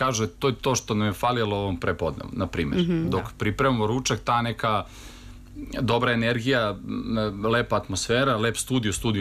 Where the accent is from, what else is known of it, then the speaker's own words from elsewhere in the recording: Vojvodina, Serbia; ja sam tamo iz Banata, a tamo je Pupin u Idvoru